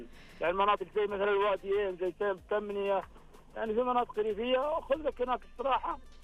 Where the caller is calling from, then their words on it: Riyadh, Riyadh Province, Saudi Arabia; أتكلم من الرياض